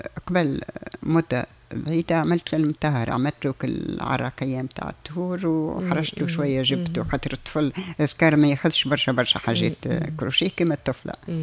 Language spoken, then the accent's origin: Arabic; Tunis, Tunis Governorate, Tunisia; نجم نقول لهم أنا راني من تونس